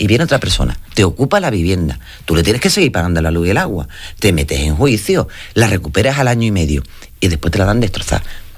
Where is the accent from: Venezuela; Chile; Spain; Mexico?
Spain; Valverde del Camino, Andalusia; yo que soy de Valverde